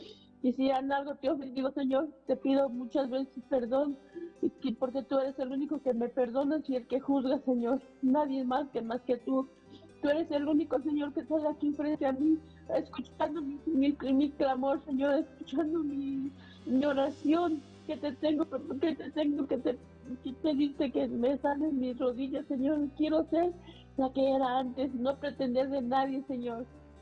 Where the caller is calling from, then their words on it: Valle de Bravo, State of Mexico, Mexico; Sí, soy la única que le marco de aquí de Valle.